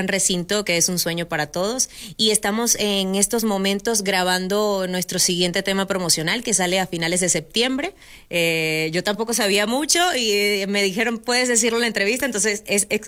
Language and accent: Spanish; Venezuela; Yo, por ejemplo, soy venezolana